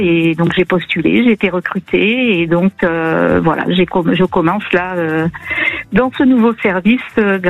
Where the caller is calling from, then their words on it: Occitanie, France; Alors, je vous appelle de Haute-Garonne.